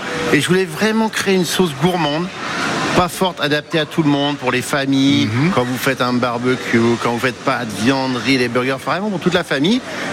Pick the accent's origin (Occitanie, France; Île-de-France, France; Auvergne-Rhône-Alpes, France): Auvergne-Rhône-Alpes, France; Saint-Éloy-les-Mines; Moi je suis local, je suis de Saint-Éloi-les-Mines, à côté. Donc je suis à 45-50 minutes.